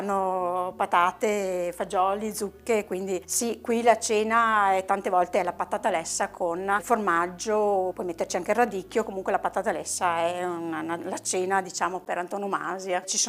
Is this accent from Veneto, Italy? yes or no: yes; Longarone, Veneto, Italy; I miei sono arrivati qui dopo il Vajont, io sono nata qui e alla fine è il mio paese